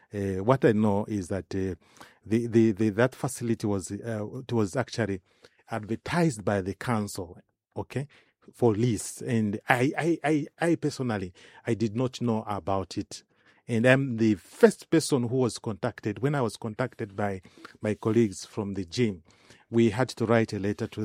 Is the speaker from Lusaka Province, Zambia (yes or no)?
yes; Lusaka, Lusaka Province, Zambia; I was born in Kamwala.